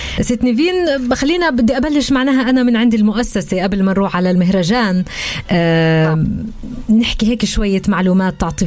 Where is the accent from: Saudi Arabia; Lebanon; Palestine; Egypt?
Palestine; إحنا كشعب فلسطيني